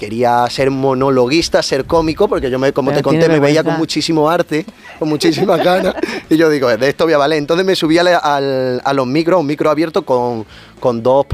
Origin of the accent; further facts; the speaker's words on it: Frigiliana, Andalusia, Spain; soy de Frigiliana. Y con orgullo